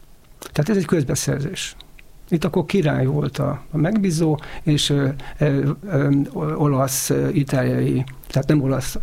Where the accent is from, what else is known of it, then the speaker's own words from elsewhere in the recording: Hungary; Tehát, mint magyarok, nagyon trehányak vagyunk a nyelvben, és ez baj, akkor ez tényleg nagyon nagy baj.